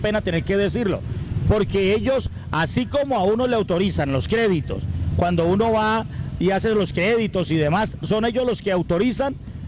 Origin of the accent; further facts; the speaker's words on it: Cali, Valle del Cauca, Colombia; pero como caleño y como usuario también hago mi reclamación.